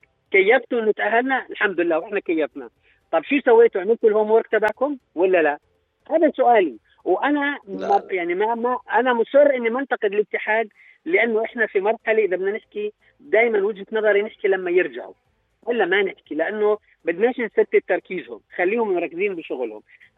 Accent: Jordan; now in Dubai, United Arab Emirates; انا بعتبر حالي اردني اكثر من الاردنيين لاني عايش برا الاردن،

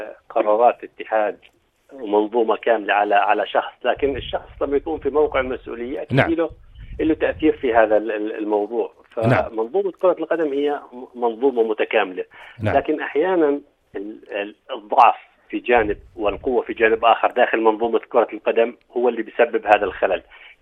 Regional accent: Jordan

